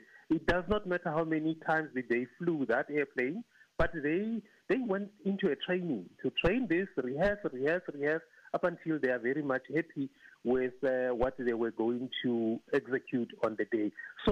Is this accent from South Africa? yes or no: yes; South Africa